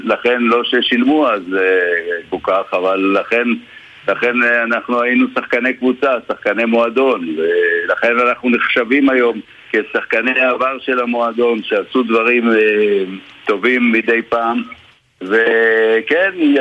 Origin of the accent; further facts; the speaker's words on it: Tel Aviv, Tel Aviv District, Israel; born there; also born or lived in Petah Tikva; כשהייתי בן 10, ב-1957, הוא החליט יחד עם אמא שלי, הדסה, זיכרונה לברכה, שאנחנו נעבור לתל אביב